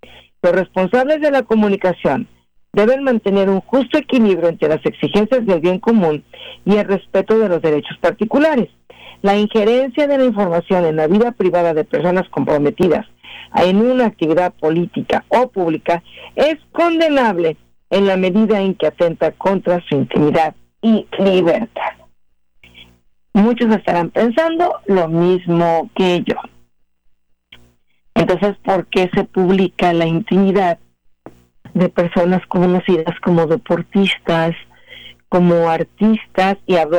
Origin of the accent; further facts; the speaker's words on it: Mexico City, Mexico; Yo nací en la Ciudad de México, orgullosamente soy chilanga.